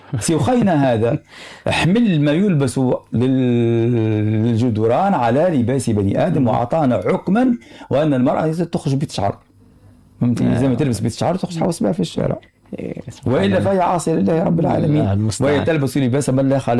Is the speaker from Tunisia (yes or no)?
yes; Tunisia; ولذلك وقت تجي أنا تونسي ونفتي نقول له لا ما عندكش حق باش تقدم صلاة العشاء